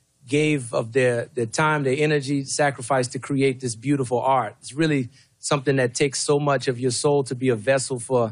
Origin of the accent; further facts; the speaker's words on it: Louisiana, United States; I'm from Louisiana. You know, my grandfather, he grew up in Creole Cajun country.